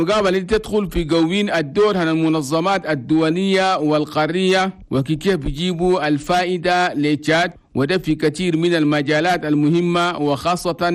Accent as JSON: {"language": "Arabic", "country": "Chad"}